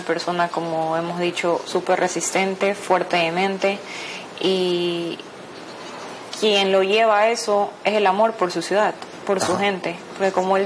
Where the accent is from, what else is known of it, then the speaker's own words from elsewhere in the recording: Guayaquil, Guayas, Ecuador; porque así somos los guayaquileños.